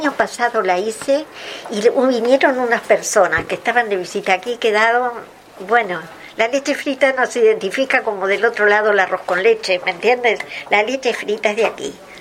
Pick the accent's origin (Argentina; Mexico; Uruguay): Uruguay; now in Canary Islands, Spain; los vocablos que usamos en Canarias se transmitieron en mi país, en Uruguay